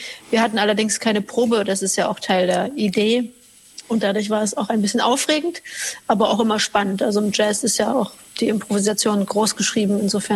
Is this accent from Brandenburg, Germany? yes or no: no; Halle, Saxony-Anhalt, Germany; dieses erste Programm, Vertraute Orte, befasst sich mit Orten meiner Kindheit und Jugend in Halle, dort bin ich aufgewachsen.